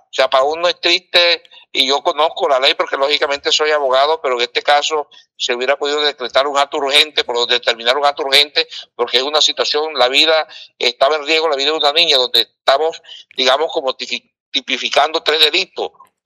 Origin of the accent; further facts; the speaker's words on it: Villanueva, La Guajira, Colombia; nosotros prácticamente somos de Villanueva también.